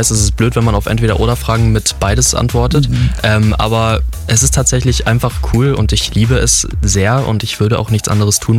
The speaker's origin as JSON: {"language": "German", "region": "Bavaria", "country": "Germany", "said": "also man muss sagen, ich komme aus dem Allgäu ursprünglich, hat über mich berichtet"}